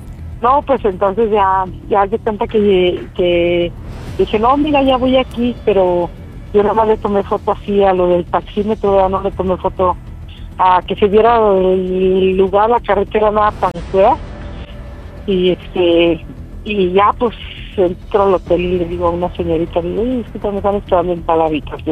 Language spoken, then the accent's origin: Spanish; San Luis Potosí, Mexico; Tengo 49 años, soy de San Luis Potosí.